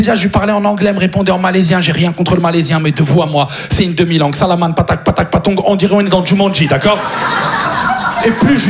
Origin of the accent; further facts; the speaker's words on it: France; je lui dis, je suis français.